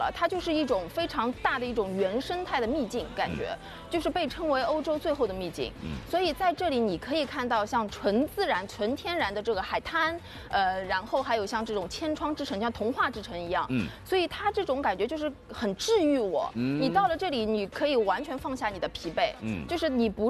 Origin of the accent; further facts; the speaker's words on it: China; 跟我们中国人也有一个非常深厚的一个故事